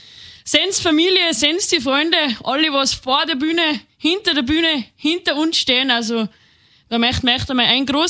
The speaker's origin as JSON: {"language": "German", "region": "Tyrol", "country": "Austria", "said": "Wir sind aus der Region von Nordtiroler Unterland und mittlerweile führen unsere Wurzeln auch ins Salzburgland."}